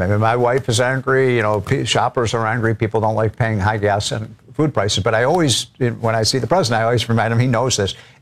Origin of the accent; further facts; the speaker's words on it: Chicago, Illinois, United States; I'm from Chicago. We've got a socialist mayor there.